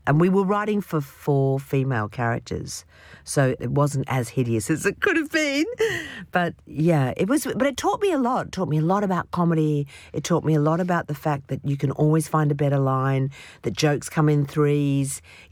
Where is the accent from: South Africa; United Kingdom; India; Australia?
Australia; especially when it came to Australians. They saw us as the Irish of the Pacific, a kind of recessive gene, and they were so rude to me.